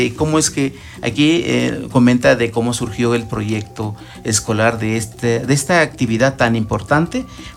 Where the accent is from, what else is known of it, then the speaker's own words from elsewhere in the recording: San Miguel Tzinacapan, Puebla, Mexico; yo que vengo de San Miguel Sinacapan